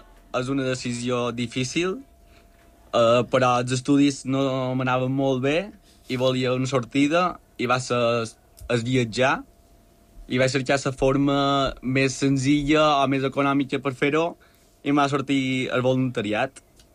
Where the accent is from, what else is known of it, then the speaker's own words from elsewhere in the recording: Balearic Islands, Spain; com a bon mallorquí que no li agrada el fred